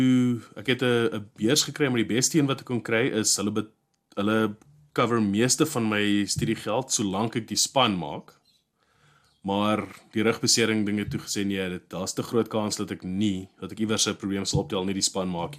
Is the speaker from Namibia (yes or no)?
yes; Windhoek, Khomas, Namibia; also born or lived in Australia / Potchefstroom; ek is in Windhoek gebore, 1986. Uitsa. En groot geword, hier skool gegaan, laerskool Eros, al die pad deur, en toe hoërskool WIS, al die pad deur, behalwe vir graad 9. In 2001 het ons as familie Australië toe getrek.